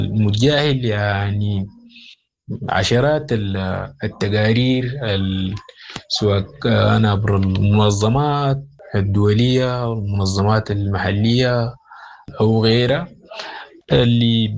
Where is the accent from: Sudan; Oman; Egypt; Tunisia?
Sudan; فيما يتعلق بالضمانات المؤقتة، افتكر ده دي استهانة بالعقول بتاعتنا كسودانيين.